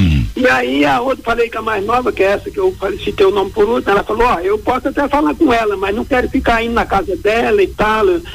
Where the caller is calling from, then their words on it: Tangará da Serra, Mato Grosso, Brazil; Eu falo de Tangará da Serra, Mato Grosso